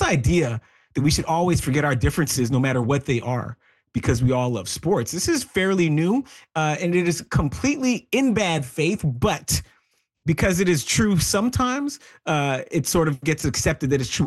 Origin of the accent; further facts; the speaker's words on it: Canada; also born or lived in United States; as a Black American and as a Canadian